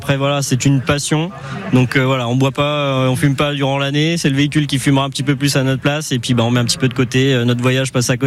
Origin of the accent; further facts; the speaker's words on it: Saint-Brieuc, Brittany, France; Je viens des Côtes d'Armor, à Saint-Brieuc exactement.